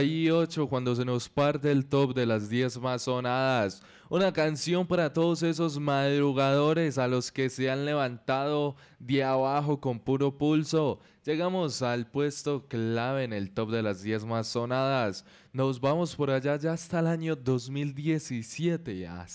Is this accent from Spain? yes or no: no; Manzanares, Caldas, Colombia; born there; Soy nacido en Manzanares.